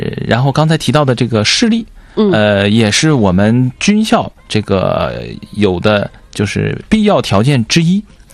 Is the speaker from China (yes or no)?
yes; Changchun, Jilin, China; moved away as an adult; now in Xi'an, China; 我在长春生活了18年，然后呢，上大学的时候去了西安，一直到现在，所以实际上我是回家乡来宣传这个我的大学。